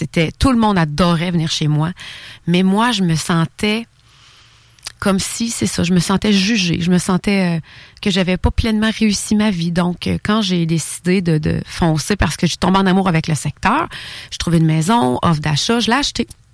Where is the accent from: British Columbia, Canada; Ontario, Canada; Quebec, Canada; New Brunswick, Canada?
Quebec, Canada; Thetford Mines; dans mon quartier, un quartier à Thetford Mines, parce que c'est ma ville natale